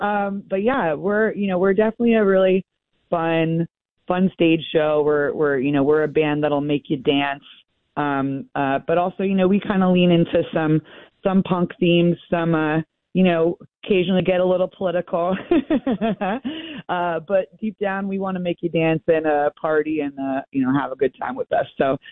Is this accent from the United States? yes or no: yes; Pennsylvania, United States; You know, just normal Western Pennsylvania shenanigans. So, the tour is kind of centered around my hometown